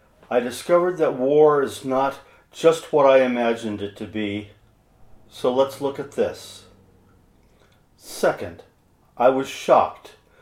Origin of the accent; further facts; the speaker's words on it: Cottage Grove, Oregon, United States; I am a writer from Cottage Grove, Oregon.